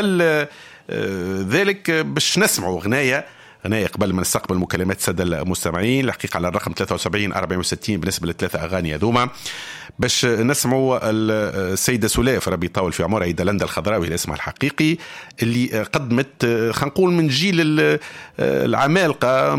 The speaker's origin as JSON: {"language": "Arabic", "country": "Tunisia", "accent": "Tunisian"}